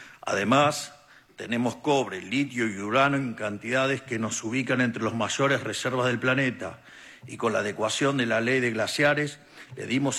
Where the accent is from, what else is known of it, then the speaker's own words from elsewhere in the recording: Argentina; Desde Argentina